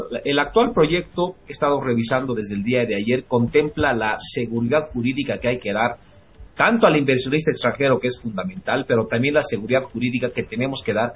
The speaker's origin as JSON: {"language": "Spanish", "country": "Bolivia"}